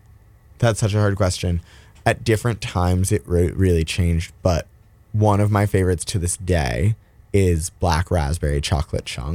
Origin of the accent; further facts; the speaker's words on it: Cleveland, Ohio, United States; I'm also from a lot of places, but I am truly from Cleveland, Ohio.